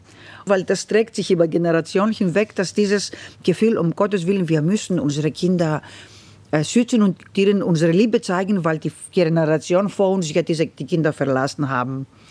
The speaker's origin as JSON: {"language": "German", "town": "Kavala", "region": "Eastern Macedonia and Thrace", "country": "Greece", "tie": "born or raised there", "moved": "yes", "lives_now": "Germany", "said": "Ich bin Jahrgang 60 geboren in Nordgriechenland, in einer Hafenstadt, Kavala heißt die, sehr schöne Hafenstadt, in einer großen Freiheit, mit sehr viel Spiel, aber auch mit sehr großer Armut sind wir aufgewachsen."}